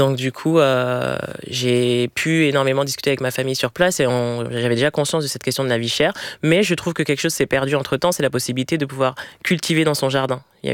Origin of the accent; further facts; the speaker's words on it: Villiers-le-Bel, Île-de-France, France; also born or lived in Clamart; Je suis née à Clamart, mais j'ai grandi à Villers-le-Bel. Puis après, oui, pas mal de déménagement un peu partout en Ile-de-France avec un point de chute dans le 77.